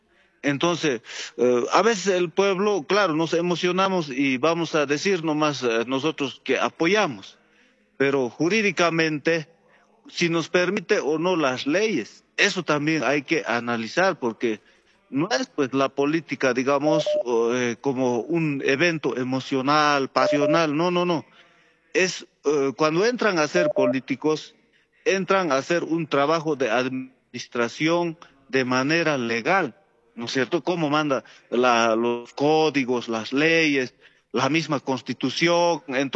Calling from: Potosí, Bolivia; desde el sudoeste potosino.

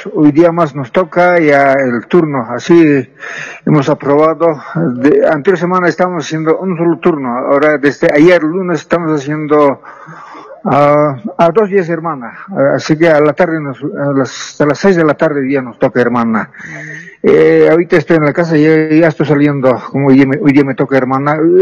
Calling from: La Paz, Bolivia; estoy llamando del Departamento de La Paz

